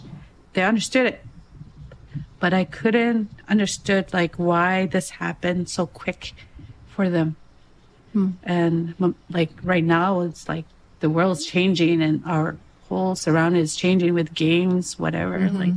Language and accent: English; Northwest Territories, Canada; I'm from Dene, like the Dalene Gotine